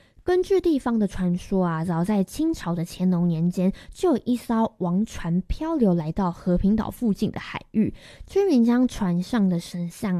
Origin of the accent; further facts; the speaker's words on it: Keelung, Taiwan; 身为土生土长的基隆人